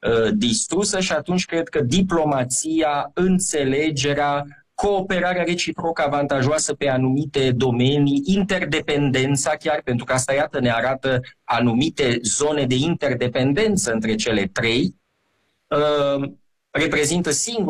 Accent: Romania; sunt român, european

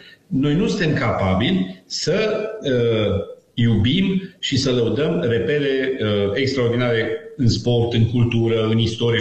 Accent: Romania

